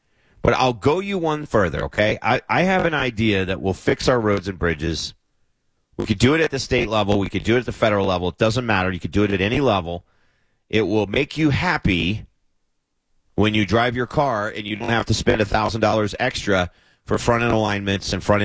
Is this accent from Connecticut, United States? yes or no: no; Kentucky, United States; moved away; my home state of Kentucky